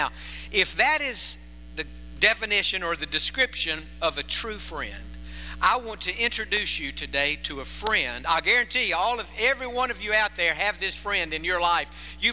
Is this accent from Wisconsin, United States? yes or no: no; Tennessee, United States; He and I grew up together in Tennessee, and good friend.